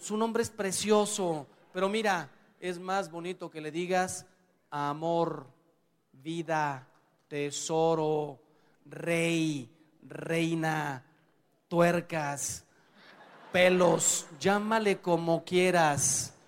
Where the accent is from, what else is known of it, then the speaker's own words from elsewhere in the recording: Mexico; Mira, soy mexicano, y ustedes también, la mayoría.